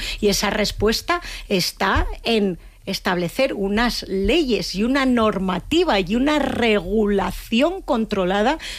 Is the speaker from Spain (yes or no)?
yes; Asturias, Spain; Que nosotros, yo soy asturiana, como digo, somos lo mismo, español es un ceutí que un asturiano.